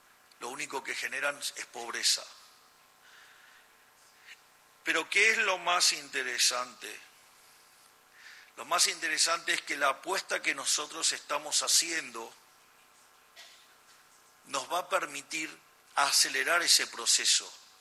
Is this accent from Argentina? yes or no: yes; Argentina